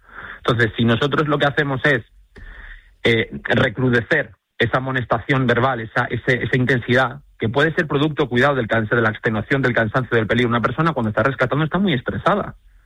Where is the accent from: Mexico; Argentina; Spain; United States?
Spain; Canary Islands; Siendo canario, de hecho, debería estar dentro de los mandamientos, ¿no?